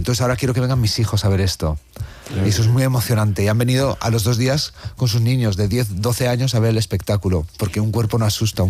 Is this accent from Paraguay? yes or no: no; Valladolid, Castile and León, Spain